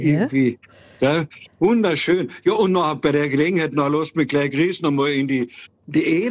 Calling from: Carinthia, Austria; Deswegen sind wir Kärntner so stolz

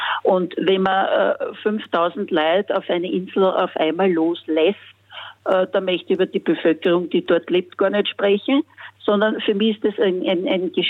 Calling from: Vienna, Austria; Also ich bin eine Wienerin.

